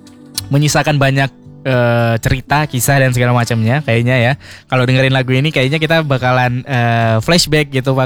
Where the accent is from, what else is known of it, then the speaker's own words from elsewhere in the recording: Aceh, Indonesia; kita orang Aceh